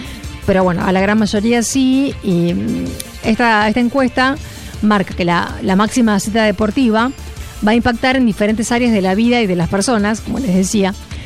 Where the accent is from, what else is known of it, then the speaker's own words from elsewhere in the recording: Argentina; De unirnos como argentinos